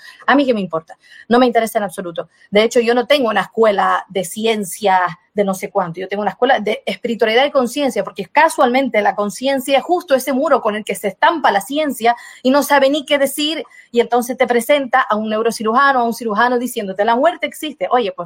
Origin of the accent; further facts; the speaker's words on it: Brazil; moved away; Yo soy indígena, yo soy brasileña, de natural brasileña, yo soy indígena.